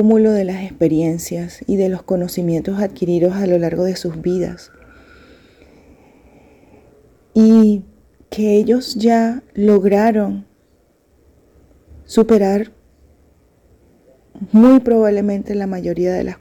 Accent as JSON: {"language": "Spanish", "town": "Caracas", "region": "Capital District", "country": "Venezuela", "moved": "yes", "said": "Vengo de Caracas, Venezuela. Tengo 47 años, soy mamá de dos hermosas hijas"}